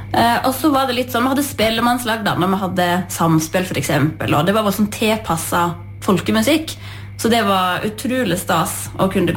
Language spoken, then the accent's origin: Norwegian; Jøstedalen, Vestland, Norway; Jeg kommer fra Jøstedalen, og jeg har vokst opp på Myklemyr. Og der bodde jeg helt til jeg var 16, i lag med foreldre og en bror